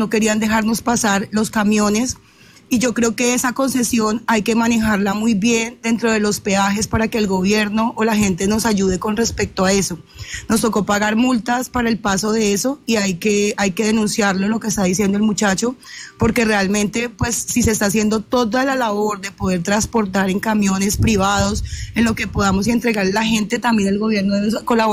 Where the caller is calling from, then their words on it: Girardot, Cundinamarca, Colombia; Desde la ciudad de Girardot.